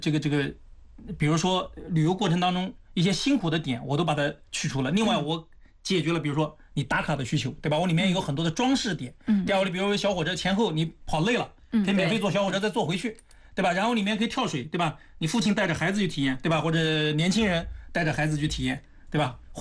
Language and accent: Chinese; Anhui, China; 所以这个舒庐干渠它就是把这个我们安徽人怎么治理淮河，对吧？